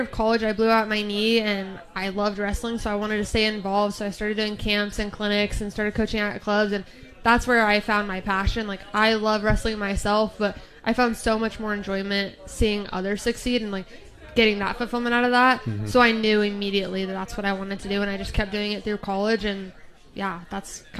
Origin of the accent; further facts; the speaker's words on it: Idaho, United States; moved away as an adult; now in West Virginia, United States; So I'm originally from Idaho